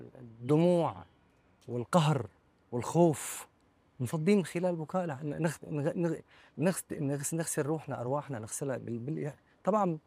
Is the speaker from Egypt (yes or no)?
no; Syria; نحن كسوريين